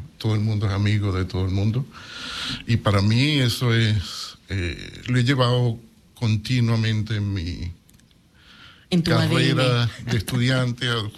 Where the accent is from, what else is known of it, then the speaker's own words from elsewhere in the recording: Río Caribe, Sucre, Venezuela; Río Caribe para mí es algo que lleva mi corazón. Y como le decimos todos los que nacimos en Río Caribe, como que llevamos eso en el pecho, el orgullo de ser de ese pueblo.